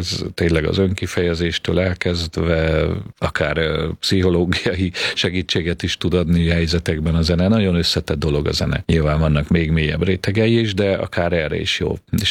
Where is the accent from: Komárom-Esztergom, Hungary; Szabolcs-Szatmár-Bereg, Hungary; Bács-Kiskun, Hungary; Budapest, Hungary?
Budapest, Hungary; Én Budapesten születtem, igazából Zuglóban nevelkedtem fel egy lakótelepen, úgynevezett panelházban, átlagosnak nevezhető magyar családban, még csak értelmiségi családnak sem mondanám.